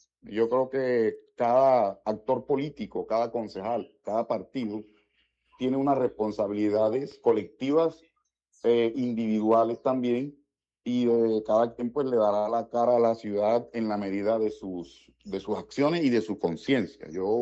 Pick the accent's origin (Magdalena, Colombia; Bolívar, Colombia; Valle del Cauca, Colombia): Bolívar, Colombia; Cartagena; yo soy cartagenero